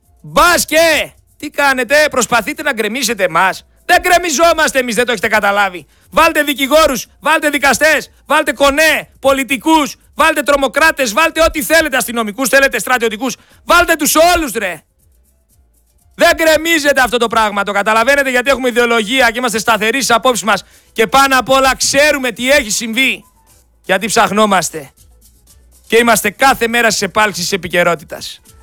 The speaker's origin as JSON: {"language": "Greek", "country": "Greece", "said": "Εγώ είμαι Έλληνας πολίτης"}